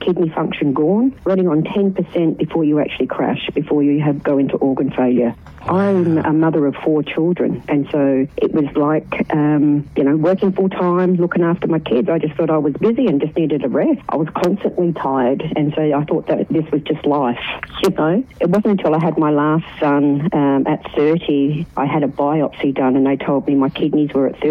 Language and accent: English; South Australia, Australia; I'm from South Australia.